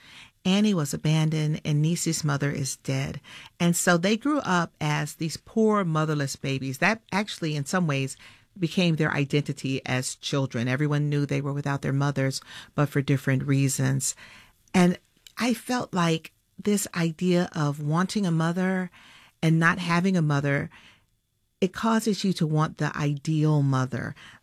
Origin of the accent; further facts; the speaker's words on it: Atlanta, Georgia, United States; moved away as an adult; I moved back to my hometown.